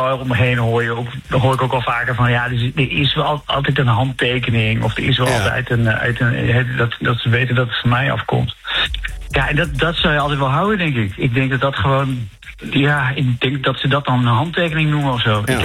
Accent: Overijssel, Netherlands; nou kom ik uit Twente

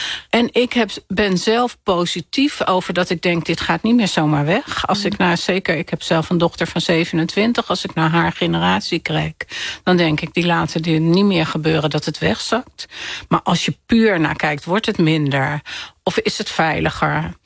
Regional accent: Amsterdam, North Holland, Netherlands; Nee, ik ben in Amsterdam opgegroeid. Heel veel uitgegaan. We zijn opgegroeid in Amsterdam-West.

